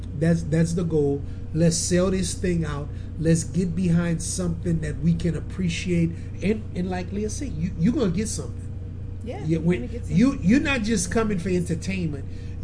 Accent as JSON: {"language": "English", "town": "Lafayette", "region": "Louisiana", "country": "United States", "said": "I'm from Lafayette. We don't grow sugar cane here."}